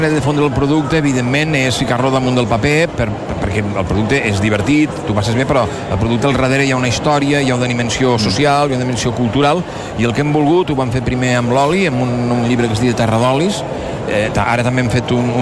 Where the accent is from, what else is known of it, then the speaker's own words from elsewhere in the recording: Lleida, Catalonia, Spain; un lleidatà com toca, diguéssim.